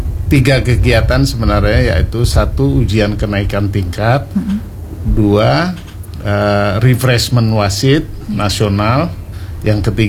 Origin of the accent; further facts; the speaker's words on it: Medan, North Sumatra, Indonesia; moved away; also born or lived in Jakarta; saya sebenarnya berasal dari Sumatera Utara, di kota Medan. Cuman lebih lama berkarir di Jakarta.